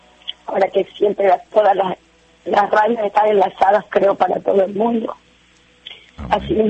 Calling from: Portoviejo, Manabí, Ecuador; De Puerto Viejo, provincia de Manaví.

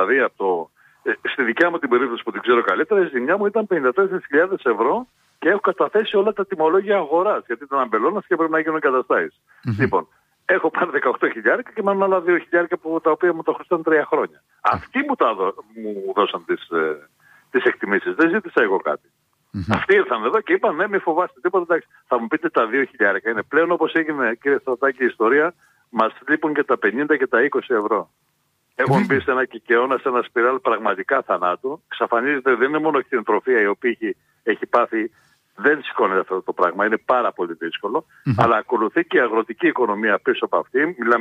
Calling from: Thessaly, Greece

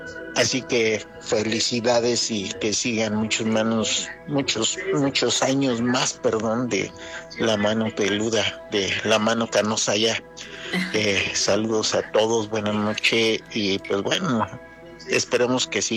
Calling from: Morelia, Michoacán, Mexico; de Morelia

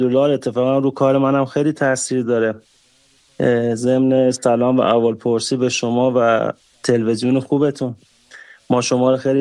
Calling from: Shiraz, Fars, Iran; من خودم تو صنف لوازم یدکی مشغول هستم تو شیراز.

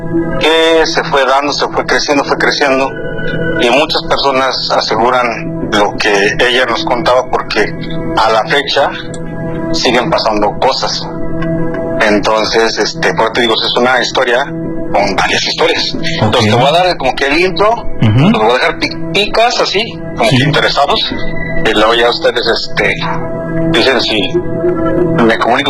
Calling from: San Luis Potosí, Mexico; San Luis Potosí, capital.

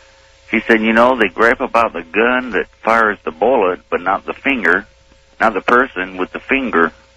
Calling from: Phoenix, Arizona, United States; I'm from Phoenix, KFYI.

